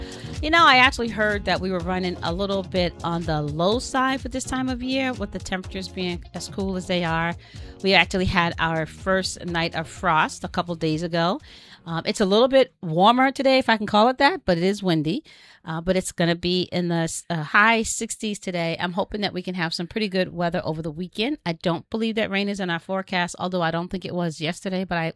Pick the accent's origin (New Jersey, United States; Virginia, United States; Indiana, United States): New Jersey, United States; I remember I grew up in New Jersey, and I remember the YMCA in Newark is where folks used to stay